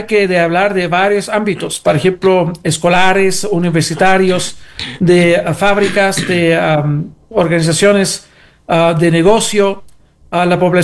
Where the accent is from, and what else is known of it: Ecuador